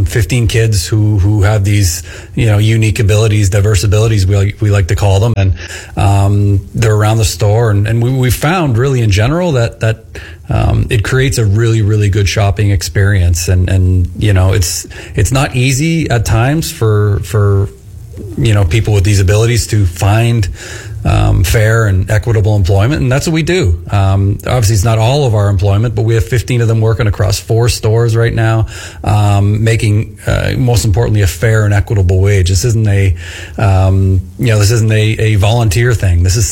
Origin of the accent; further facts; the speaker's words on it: Cobourg, Ontario, Canada; now in Port Hope, Canada; it's my hometown